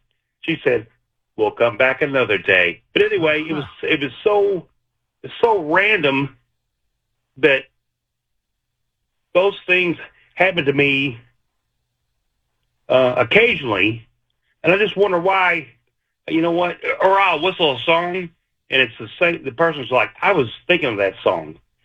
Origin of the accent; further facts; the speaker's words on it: Louisville, Kentucky, United States; Yes, sir. I'm from Louisville, Kentucky, and you know what?